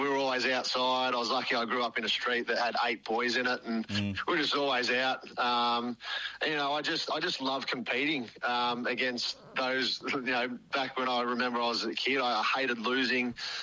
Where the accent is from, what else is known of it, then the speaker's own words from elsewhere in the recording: Albury, New South Wales, Australia; Growing up in the country, I grew up in Albury